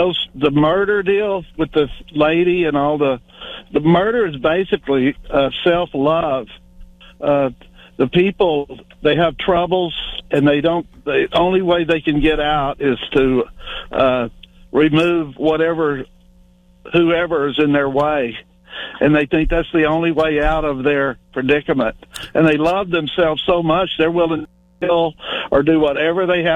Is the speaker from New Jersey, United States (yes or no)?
no; Freeport, Texas, United States; I grew up on the Intercoastal Canal back in Texas. On the coast, Freeport, Texas.